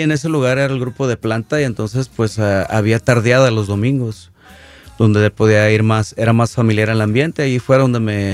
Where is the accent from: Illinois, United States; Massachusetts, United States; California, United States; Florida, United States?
California, United States; Lynwood; also born or lived in Tlaquepaque, Jalisco, Mexico; Crecí aquí.